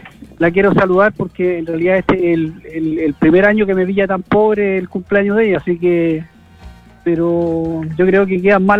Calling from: Limache, Valparaíso, Chile; Yo ahora estoy en el Belloto, pero estamos asentados en Limache nosotros con mi familia

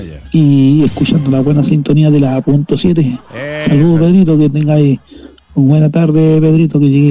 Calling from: Ñuble, Chile; Aquí en la casita, con Ñuble todavía.

